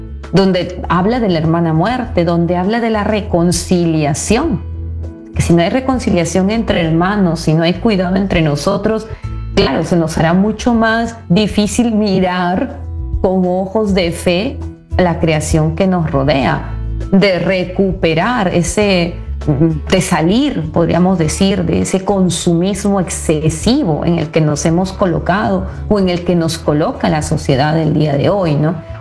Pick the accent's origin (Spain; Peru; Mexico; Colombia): Peru; yo soy peruana.